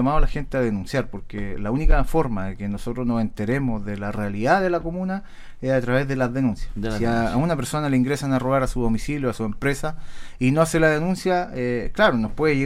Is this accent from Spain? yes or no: yes; Canary Islands, Spain; ya a nosotros como canarios nos tiene que poner en alerta.